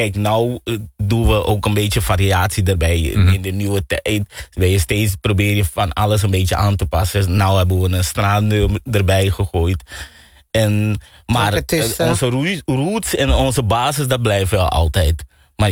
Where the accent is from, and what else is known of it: Suriname